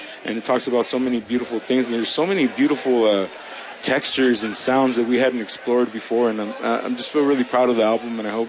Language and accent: English; Los Angeles, California, United States; I mean, for us, we grew up in Los Angeles, and there's so much diversity of communities in Los Angeles.